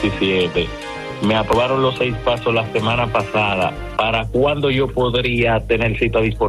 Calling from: Santo Domingo, Distrito Nacional, Dominican Republic; Bien, desde Santo Domingo.

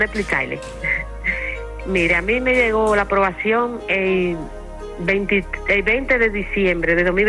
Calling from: Santiago, Dominican Republic; Yo la llamo de Guayabá y Santiago.

